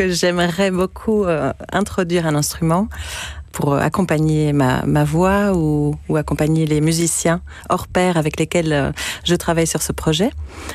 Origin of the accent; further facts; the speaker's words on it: France; also born or lived in Belgium; Eh bien non, j'ai grandi en France et en Belgique. Et mes parents sont tous les deux portugais, nés au Portugal, ayant habité au Portugal. Ils sont arrivés en Belgique en 1986.